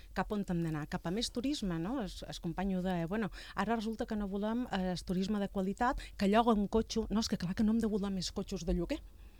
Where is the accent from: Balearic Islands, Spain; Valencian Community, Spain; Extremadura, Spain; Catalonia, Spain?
Balearic Islands, Spain; Es Migjorn Gran; Jo som des Mitjor